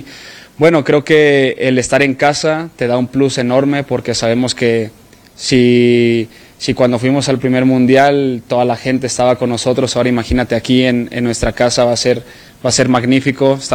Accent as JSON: {"language": "Spanish", "country": "Mexico", "said": "que al fin y al cabo soy mexicano y lo digo con mucho orgullo."}